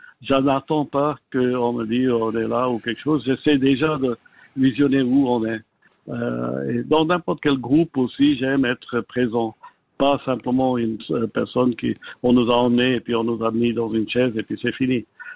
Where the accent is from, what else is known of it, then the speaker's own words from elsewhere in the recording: Geneva, Switzerland; moi, j'ai grandi à Genève, je connais la ville comme n'importe quoi.